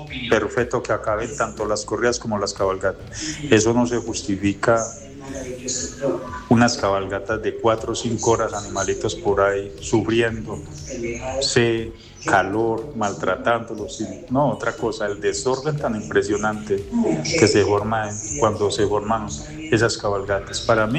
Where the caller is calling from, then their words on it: Chinchiná, Caldas, Colombia; de acá de la ciudad de Chinchiná.